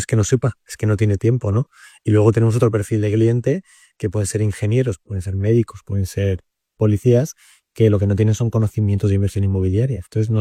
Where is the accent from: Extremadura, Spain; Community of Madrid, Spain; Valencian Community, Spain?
Valencian Community, Spain; Castellón de la Plana; Yo soy de Castellón y estudié económicas.